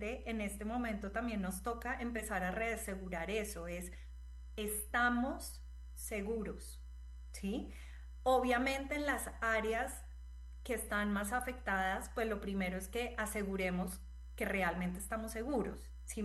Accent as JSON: {"language": "Spanish", "town": "Cali", "region": "Valle del Cauca", "country": "Colombia", "said": "Por ejemplo, escuchaba en Cali, yo soy de Cali y de verdad, de corazón"}